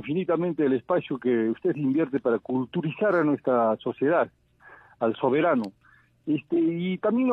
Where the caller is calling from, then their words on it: Cusco, Peru; desde la ciudad del Cusco.